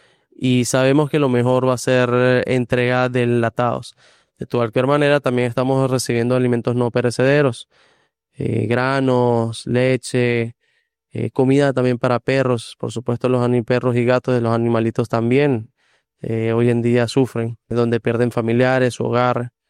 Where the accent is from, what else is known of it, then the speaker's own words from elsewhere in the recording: Valencia, Carabobo, Venezuela; moved away as an adult; now in Cali, Colombia; Soy de Valencia, Venezuela. Llegué hace 9 años a Cali con una visión.